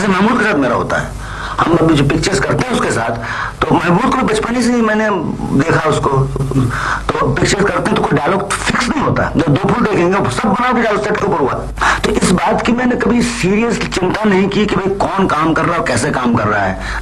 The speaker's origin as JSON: {"language": "Hindi", "region": "West Bengal", "country": "India", "second_language": "Hindi", "said": "जब मैं बंगाली हूँ अभी काकी का गड़बड़ कभी भी होता है।"}